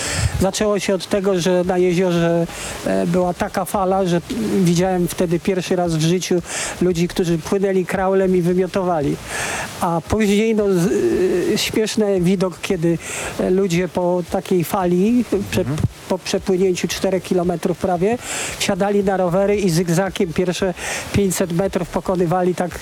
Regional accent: Kraków, Lesser Poland, Poland; accent: Kraków; jak ja to mówię po krakowsku

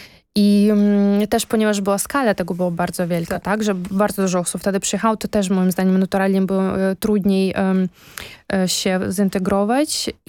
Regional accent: Belarus; now in Poland; my nawet u siebie w Białorusi

